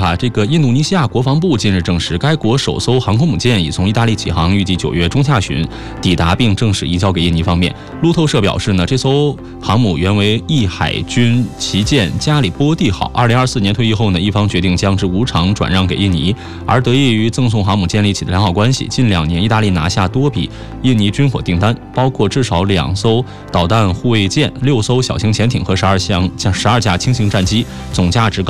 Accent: Hebei, China; now in Fuzhou, China; 从福州应该能开到我老家河北哈，

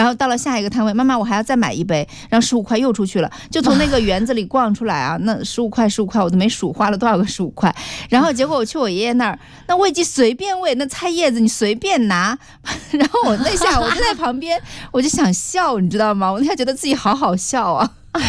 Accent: northern China, China; 就我们北方玉米面

